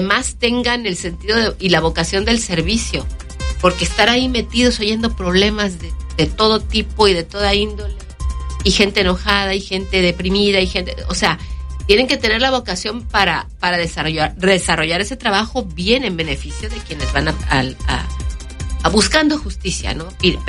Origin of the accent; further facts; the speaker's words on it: Mexico; porque así somos los mexicanos, de que lo sacamos.